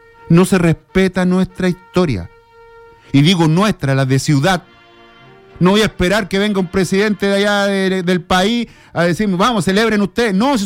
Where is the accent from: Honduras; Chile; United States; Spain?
Chile; Iquique, Tarapacá; Yo ando con la camiseta de Iquique todo el año, soy iquiqueño.